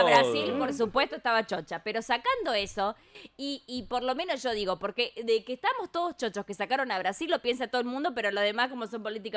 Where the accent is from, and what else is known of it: Argentina